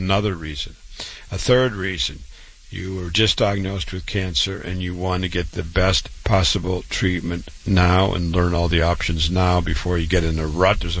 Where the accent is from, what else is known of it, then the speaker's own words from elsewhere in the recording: Waterloo, Iowa, United States; I was born and raised in Waterloo, Iowa, public school, university, MD at 25